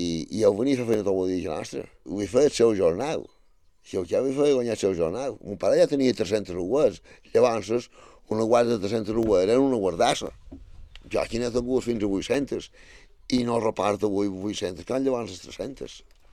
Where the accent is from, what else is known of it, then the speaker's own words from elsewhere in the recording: Balearic Islands, Spain; born there; vaig néixer a Faradió, a Sant Triau, en el barri de Sant Maixida. Això està ara anant cap a Campos, hi ha un desvió a la dreta, i és 4 quilòmetres a Sant Triau